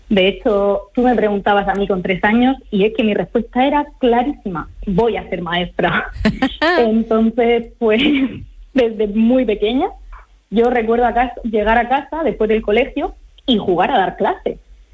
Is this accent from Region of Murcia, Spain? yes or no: yes; Campos del Río, Region of Murcia, Spain; Nosotros somos de Campos del Río, un pequeño pueblo de la región de Murcia, con mucho encanto.